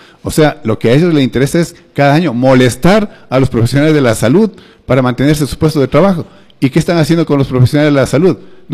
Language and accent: Spanish; Ecuador